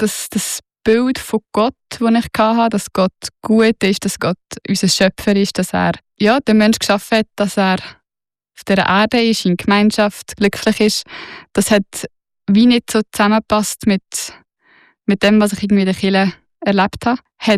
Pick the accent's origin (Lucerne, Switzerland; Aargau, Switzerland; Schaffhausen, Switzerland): Lucerne, Switzerland; ich bin auf dem Land im Kanton Luzern aufgewachsen, das ist dort wie gar keine Frage gewesen, das haben alle gemacht.